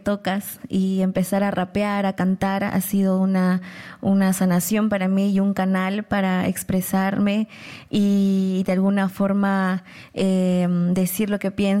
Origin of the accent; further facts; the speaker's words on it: Ayacucho, Peru; yo soy andina, yo soy ayacuchana, yo soy quechua y quiero cantar, quiero rapear en este idioma porque me representa